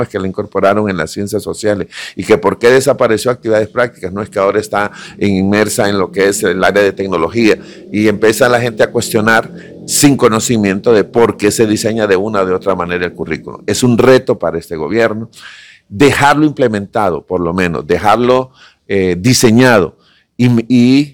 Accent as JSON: {"language": "Spanish", "country": "Honduras"}